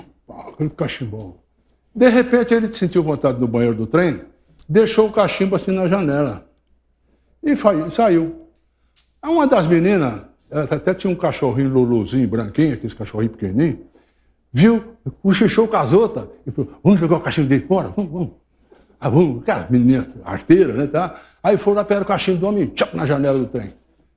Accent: São Joaquim da Barra, São Paulo, Brazil; Levou a carça dele e o trem chegou em São Joaquim da Barra, que é a minha terra. O trem parou lá, que era Mugiana, vinha de Uberlândia. Parou o trem lá, e a minha terra era a terra da banana

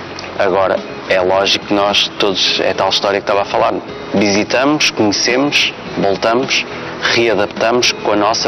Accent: Porto, Norte, Portugal; Sim, eu sou do Norte, eu nasci no Porto, que é completamente o inverso, enquanto o Algarve é o Sul, o Norte é o Porto. Vivi, trabalhei lá, estudei lá.

